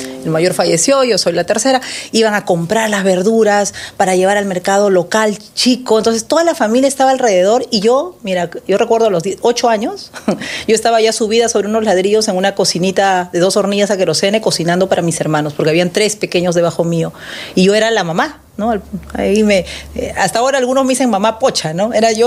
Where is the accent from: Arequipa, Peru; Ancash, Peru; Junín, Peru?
Ancash, Peru; Yo vengo de una familia de Ancash, pero no de una familia pues de profesionales o de gente de la ciudad, ¿no? Yo vengo de una familia de La Puna, ¿no?, de 4.000 metros de altura, gente dedicada a la agricultura